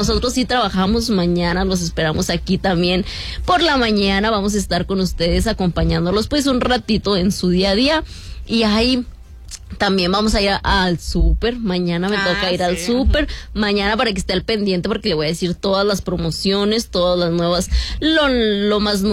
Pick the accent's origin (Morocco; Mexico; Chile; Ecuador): Mexico